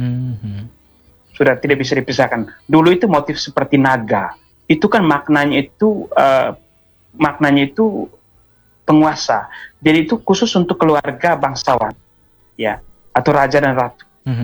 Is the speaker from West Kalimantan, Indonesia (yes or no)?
no; East Nusa Tenggara, Indonesia; dalam versi kami orang Sika bagian timur